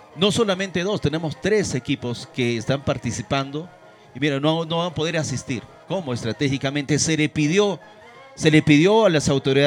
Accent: Villa Olleros, Peru; porque yo soy de Villa Olleros.

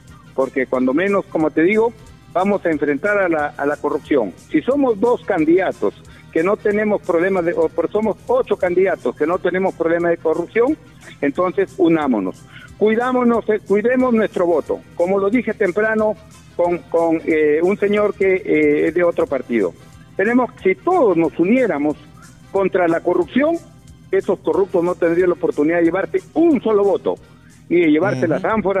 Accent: Olmos, Lambayeque, Peru; mi pueblo de Olmos

